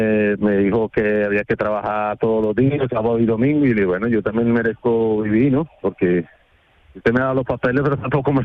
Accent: Colombia; now in Aznalcázar, Spain; Yo de Colombia.

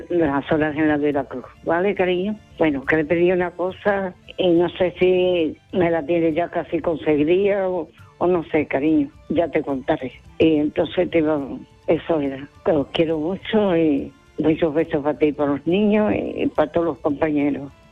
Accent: Seville, Andalusia, Spain; de Tiro de Línea.

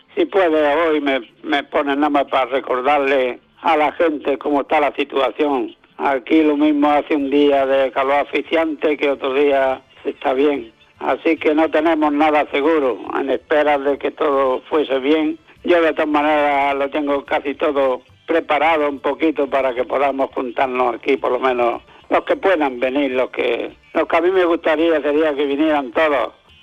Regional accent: Almuñécar, Andalusia, Spain

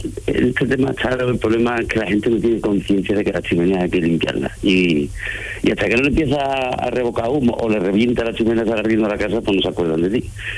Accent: Andalusia, Spain; Que ni mi mujer ni yo somos de Sevilla y que somos los dos de aquí de la provincia de Huelva.

